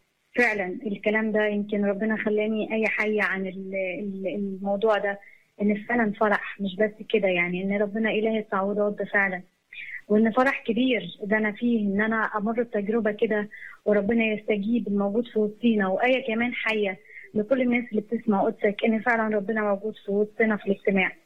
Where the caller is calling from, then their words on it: Egypt; أنا بنت جب من مصر.